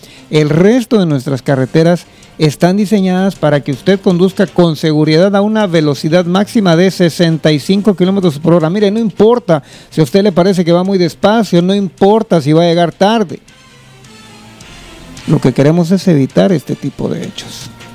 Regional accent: Guatemala

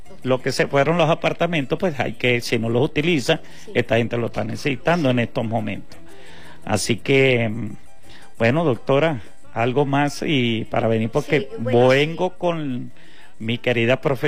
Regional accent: Venezuela; involucrarnos como venezolanos, como hermanos, como cristianos

